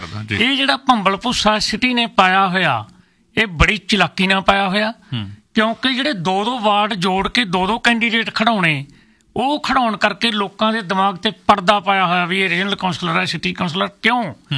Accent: Punjab, India; moved away as an adult; now in Canada

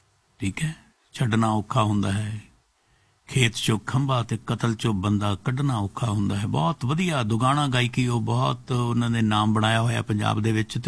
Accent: Pindi Balocha, Punjab, India; ਅਤੇ ਵੀਰੇ ਵਾਲਾ ਪਿੰਡ, ਸਾਡਾ ਪਿੰਡ ਪਿੰਡੀ ਬਲੋਚਾ ਹੁੰਦਾ ਸੀ, ਅਤੇ ਮਿਲਦੇ ਗਿਲਦੇ ਸੀ ਉਦੋਂ

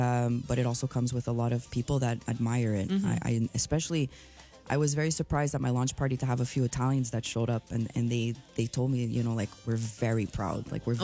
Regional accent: Montreal, Quebec, Canada; it comes naturally for me to mix the languages together. Mm-hmm. And I think unconsciously, it's because growing up in Montreal, this is something mm-hmm. that happened often with my family, right?

